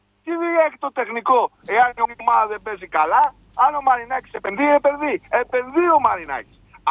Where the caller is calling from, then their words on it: London, United Kingdom; Και όχι μόνο εγώ που … από το Λονδίνο, αλλά και πολλοί άλλοι φίλοι.